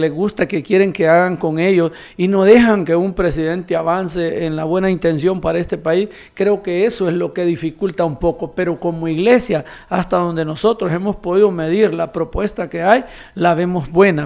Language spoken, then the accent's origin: Spanish; Honduras; deberíamos de verlo como hondureños